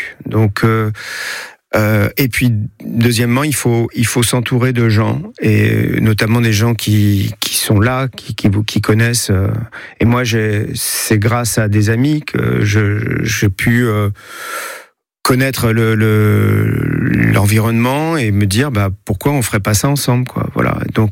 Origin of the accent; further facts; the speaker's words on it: Paris, Île-de-France, France; moved away as an adult; now in Saint-Césaire-de-Gauzignan, France; je viens de Paris, j'ai passé 40 ans à Paris, j'étais prof d'histoire géo à Paris et je suis devenu prof d'histoire géo dans le Gard. On est arrivé en 2011, donc ça fait 15 ans.